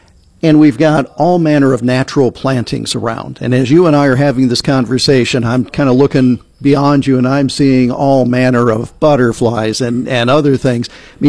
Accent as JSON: {"language": "English", "region": "Iowa", "country": "United States", "tie": "born or raised there", "said": "I've lived in Iowa my entire life, but I don't have an ag background."}